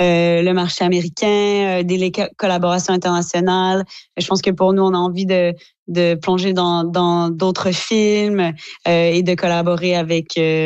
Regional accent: Quebec, Canada; en Abitibi-Témiscamingue, c'est une région tissée serrée, comme on dit

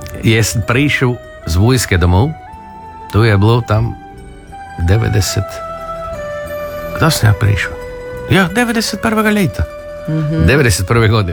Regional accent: Hum na Sutli, Krapina-Zagorje County, Croatia; Jesam. Rodom iz Huma na Sutli, da, s centra dole s broda.

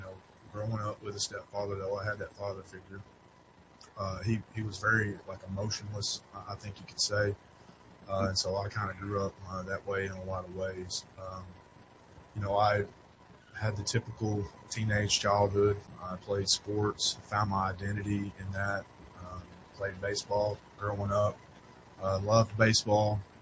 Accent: Fordyce, Arkansas, United States; So I was raised in South Arkansas, a little town called Fordyce.

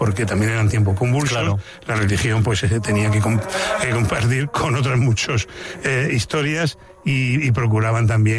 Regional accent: Murcia, Region of Murcia, Spain

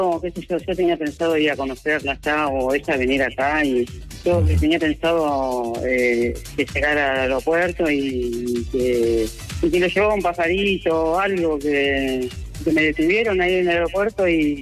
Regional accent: Lomas de Zamora, Buenos Aires Province, Argentina; Soy de acá, de Puente La Noria, Argentina, Loma de Zamora.

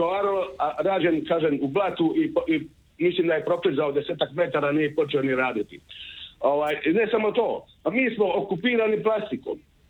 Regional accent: Knin, Šibenik-Knin County, Croatia; Pa ja ću spomenuti, ja dolazim iz Knina, inače i sa Imoćanim.

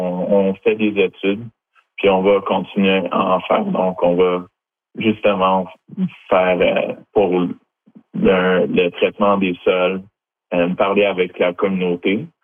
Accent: Quebec, Canada; now in Montreal, Canada; j'ai grandi dans la région des Outaouais

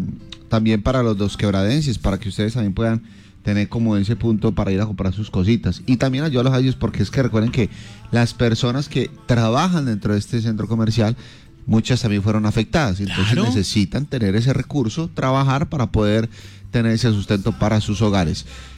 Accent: Risaralda, Colombia; somos risaraldenses de corazón, de empuje, de berraquera.

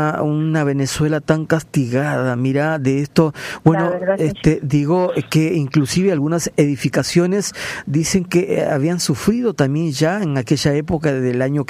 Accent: Peru; Yo soy peruano y en Perú también cada tanto hay un terremoto, no siempre, pero temblores permanentemente.

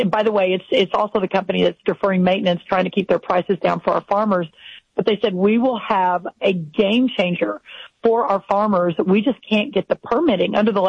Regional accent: Texas, United States; and I'm from Texas, so for your southern listeners

